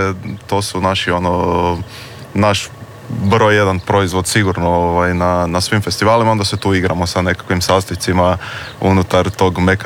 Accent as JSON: {"language": "Croatian", "town": "Zagreb", "region": "City of Zagreb", "country": "Croatia", "tie": "born there", "said": "U Zagrebu smo rođeni"}